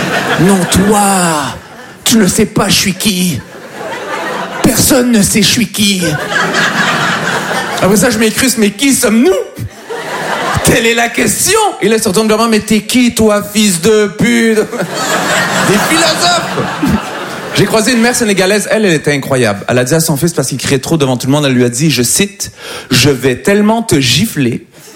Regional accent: Montreal, Quebec, Canada; Je vais vous le dire parce que vous me regardez bizarre. Voilà, je viens de Montréal, voilà. Ça s'entend, hein.

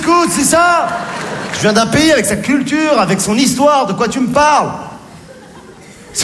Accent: Morocco; born there

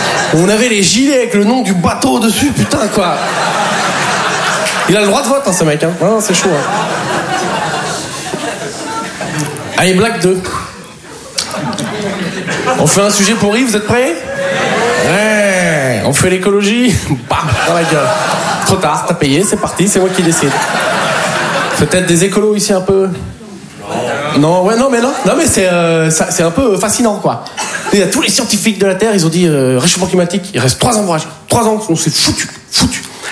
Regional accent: Poitiers, Nouvelle-Aquitaine, France; Savoir que moi, en plus, je viens de Poitiers.

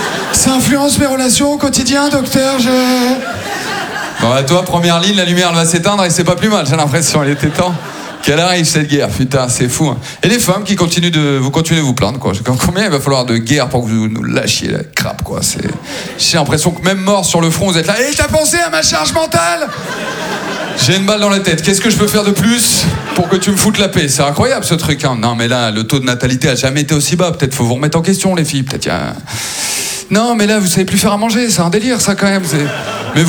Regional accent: Maubeuge, Hauts-de-France, France; born there; also born or lived in Aulnoye-Aymeries

